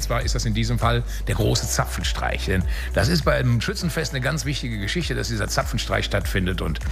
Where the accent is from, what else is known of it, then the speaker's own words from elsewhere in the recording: Unna, North Rhine-Westphalia, Germany; Also ich bin in Una Stockholm geboren, 1961. Und dementsprechend ist das für mich natürlich so meine Quelle. Meine ursprüngliche Heimat ist das, ne? Und meine Wurzel. Ja, ich bin in Una zur Schule gegangen, ich war auf dem Geschwister-Scholl-Gymnasium und so.